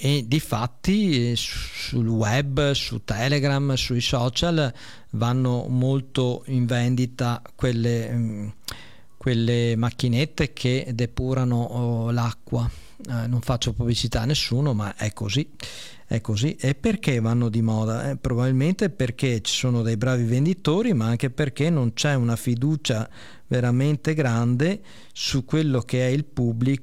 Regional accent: Veneto, Italy; io che vengo dalla provincia di Rovigo

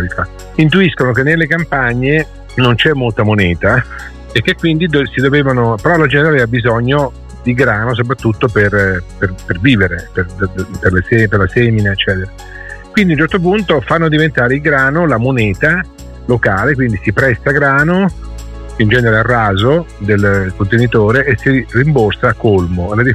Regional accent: Roccafluvione, Marche, Italy; nel mio paese di origine, Rocca Fluvione, abbiamo trovato 14 monti frumentari

